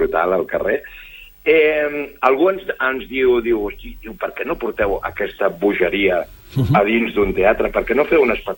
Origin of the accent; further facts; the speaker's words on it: Sant Boi de Llobregat, Catalonia, Spain; la ràdio del meu poble natal